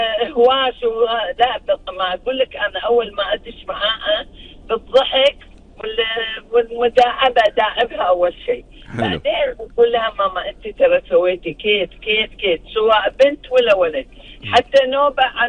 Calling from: Kuwait; لديرتنا الحبيبة الكويت.

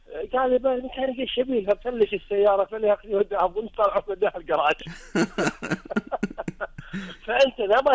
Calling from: Kuwait; عندنا في الكويت هنا

